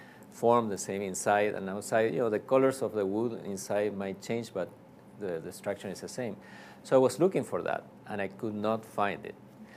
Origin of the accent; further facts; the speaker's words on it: San Juan, Argentina; now in Miami Springs, United States; because I'm from Argentina. I'm from a city called San Juan, and you know, it's a small city.